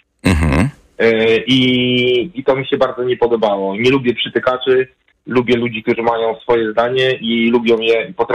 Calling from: Pruszcz Gdański, Pomeranian Voivodeship, Poland; obecnie jestem w innym kraju akurat, ale już mieszkam w Pruszczy Gdańskim

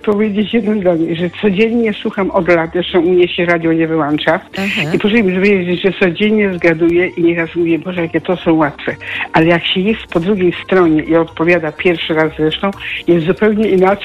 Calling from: Greater Poland Voivodeship, Poland; z małej miejscowości gminy Swarzędz.

